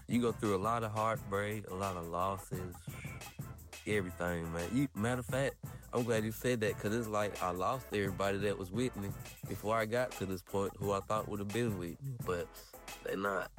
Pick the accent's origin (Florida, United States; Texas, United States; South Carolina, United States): South Carolina, United States; growing up in South Carolina with no help, really.